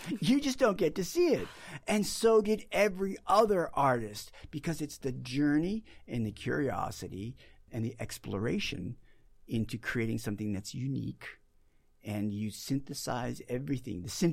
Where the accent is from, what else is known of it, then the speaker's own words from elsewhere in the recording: Boston, Massachusetts, United States; I grew up in Boston, you know.